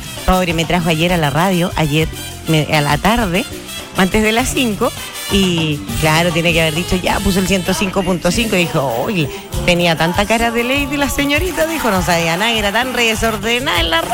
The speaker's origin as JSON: {"language": "Spanish", "country": "Chile", "said": "Como buen chileno, póngale nomás, póngale nomás."}